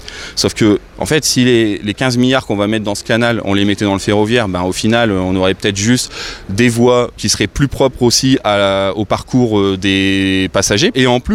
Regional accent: Oisy-le-Verger, Hauts-de-France, France; je suis né à Douai, mais j'ai fait de 6 ans à 22 ans à Oisy-le-Verger, j'ai habité ici, donc je connais bien, c'est ma coin, comme on dit.

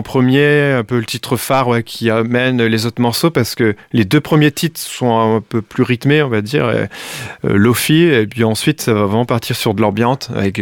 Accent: Douai, Hauts-de-France, France; je suis de Douai, et puis je suis vraiment pas loin

